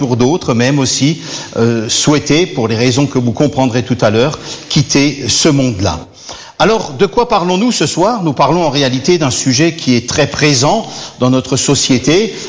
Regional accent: Strasbourg, Grand Est, France; Il fait bien doux chez vous, bien agréable par rapport à l'est de la France, Strasbourg, d'où je viens.

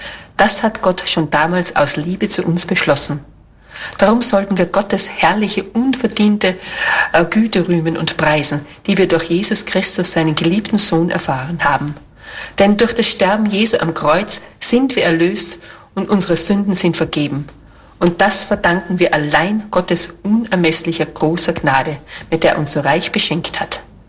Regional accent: Salzburg, Austria; Ich wurde 1930 in Salzburg geboren.

